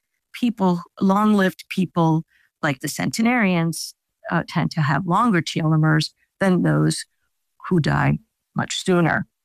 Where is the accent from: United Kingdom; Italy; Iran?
Italy; first language Italian; English is a second language; the book was originally written in Italian, which is my mother tongue.